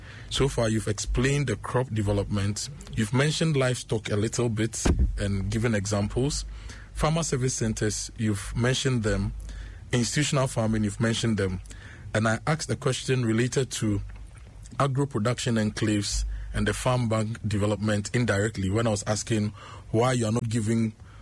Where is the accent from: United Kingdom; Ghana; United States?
Ghana; Yes, I'm from Adoye and I farm there.